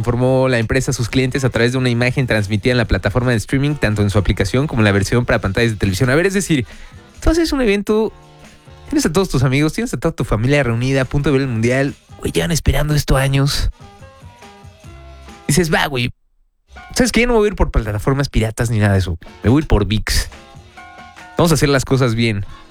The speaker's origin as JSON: {"language": "Spanish", "country": "Mexico"}